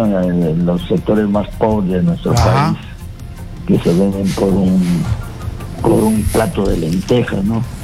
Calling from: Chulucanas, Piura, Peru; Acá en mi pueblo, Chulucana

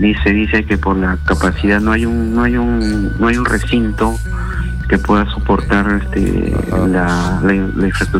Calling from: Peru

